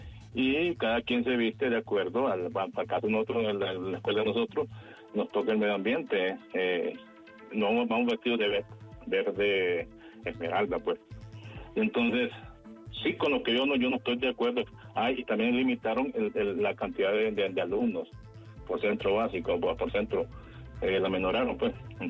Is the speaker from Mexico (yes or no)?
no; Honduras; born there; todos los que somos hondureños de corazón, yo me siento feliz de haber nacido aquí en Honduras, soy súper feliz de aquí en mi país